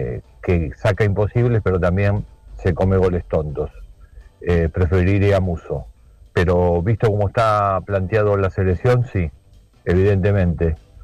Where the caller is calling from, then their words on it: Buenos Aires, Argentina; de Barrio Norte. Un saludo.